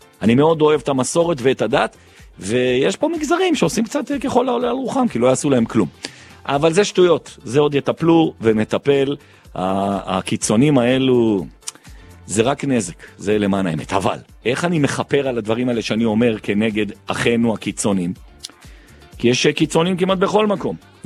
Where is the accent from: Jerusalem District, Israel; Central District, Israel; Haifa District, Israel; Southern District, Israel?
Jerusalem District, Israel; Jerusalem; born there; אני מייצג את ירושלים, אני מקווה כתושב העיר, נולדתי בירושלים, ובעזרת השם אני אקבר בירושלים